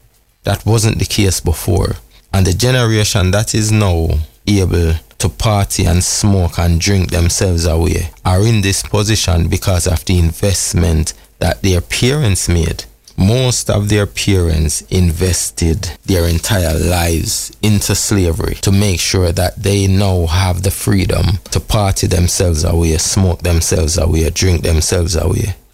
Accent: Jamaica; I am from Jamaica. We grew up looking at people of African descent in positions of leadership.

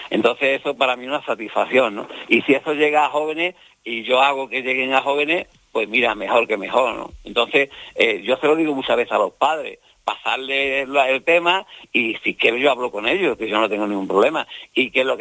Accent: Andalusia, Spain; accent: Andalusian; yo no hablo malamente el castellano, yo hablo andaluz. Yo hablo andaluz porque soy andaluz, ya está. Que me como las hache, que me como muchas veces las hache, pues me como.

